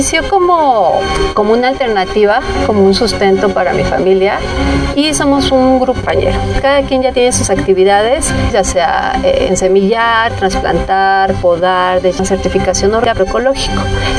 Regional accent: Mexico; La dalia es la flor nacional, es la flor que nos representa como mexicanos.

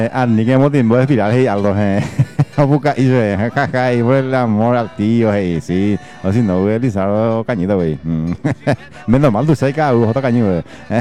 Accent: Paraguay; como buen paraguayo que somos

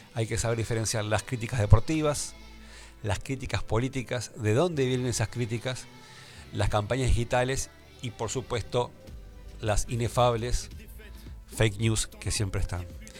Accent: Argentina

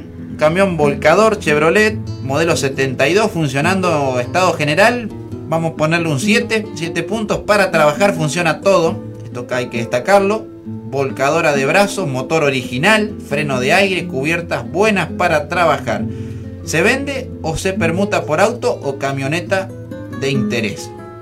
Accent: Batán, Buenos Aires Province, Argentina; desde aquí, desde mi pago de Batán, porque soy de Batán, aquí pegadito a Mar del Plata, partido de General Pueyrredón

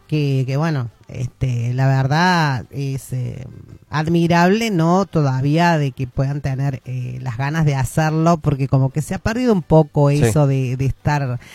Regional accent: Córdoba, Argentina; moved away; porque tampoco soy nativa de acá, soy de Córdoba, pero bueno, ahora estamos acá, sí.

